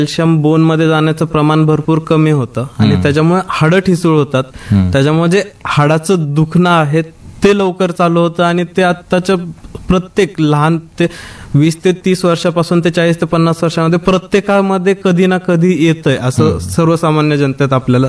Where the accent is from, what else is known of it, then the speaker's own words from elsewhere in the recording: Ter, Maharashtra, India; मी धाराशिवचाच आहे, माझं तसं मूळ गाव तेर, सो तिथलाच धाराशिवचा राहिला असल्यामुळे मला शिक्षण इथेच झालं धाराशिवमध्ये.